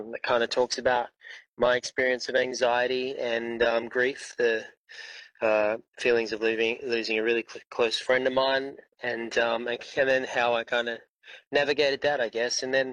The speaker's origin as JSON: {"language": "English", "region": "Western Australia", "country": "Australia", "said": "We're from Wadandi, Dublin country. So my mum was born down in Collie."}